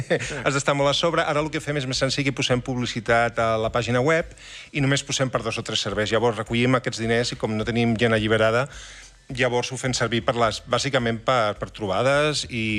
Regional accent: Barcelona, Catalonia, Spain; Del Clot, ara visc al Guinardó.

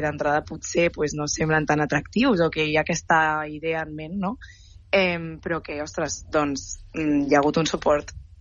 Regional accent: Catalonia, Spain; com a catalans en general

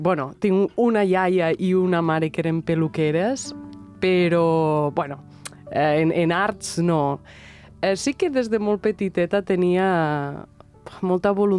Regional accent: Tortosa, Catalonia, Spain; a Tortosa, després, bueno, a la meva ciutat natal

